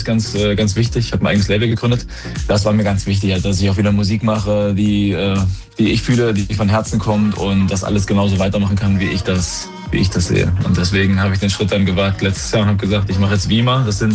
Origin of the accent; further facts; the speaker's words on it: Kühlstedt, Thuringia, Germany; Ich bin aufgewachsen in Kühlstedt, das ist so ein kleines Dorf im Eichsfeld.